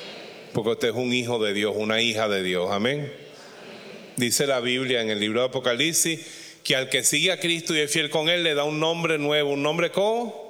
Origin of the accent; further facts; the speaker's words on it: Bejuma, Carabobo, Venezuela; moved away; yo estuve en Navidad en Bejuma, en mi pueblo